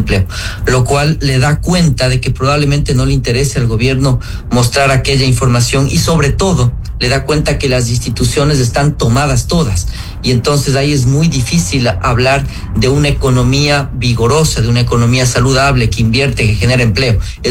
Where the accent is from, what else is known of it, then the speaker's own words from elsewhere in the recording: Ecuador; tenemos como ecuatorianos